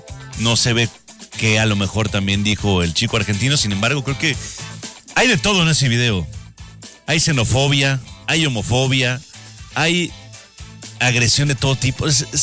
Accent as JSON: {"language": "Spanish", "country": "Mexico", "said": "vamos a enfocarnos en nuestro país"}